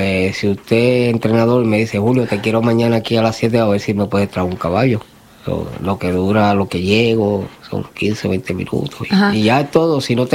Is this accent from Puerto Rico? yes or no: yes; Puerto Rico; now in Lexington, United States; en mi país, en Puerto Rico.